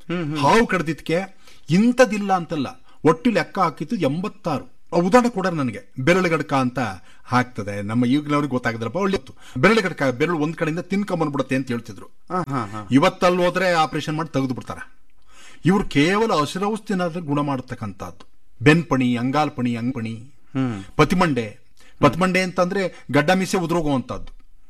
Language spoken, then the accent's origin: Kannada; Mandya district, Karnataka, India; ನನ್ನ ಹೋಬಳಿ ಬಿಣ್ಣಿಗುಳ್ಳೆ ಹೋಬಳಿ